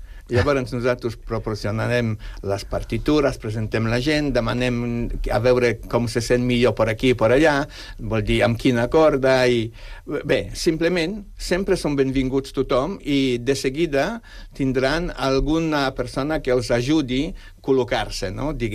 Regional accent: Catalonia, Spain; also born or lived in Poland; Jo, com que sóc català nascut a Polònia

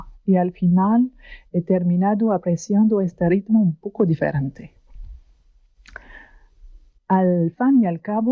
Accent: France; Spanish is a second language; now in Catalonia, Spain; soy de Francia. Hace un poco más de 3 años cuando me instalé en Cataluña

